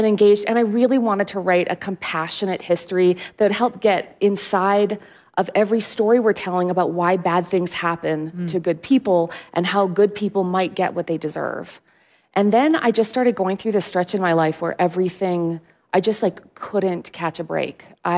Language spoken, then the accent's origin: English; Canada; outside of my hometown in Canada